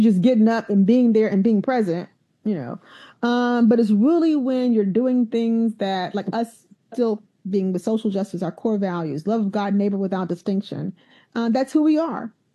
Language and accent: English; Alabama, United States; I grew up in Alabama in the 60s and 70s, you know, again, dealing with that.